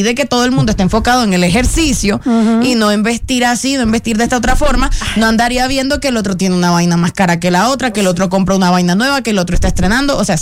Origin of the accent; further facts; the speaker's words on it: Cereté, Córdoba, Colombia; moved away; Cuando yo estaba de vacaciones en el pueblo donde yo soy, Ceret de Córdoba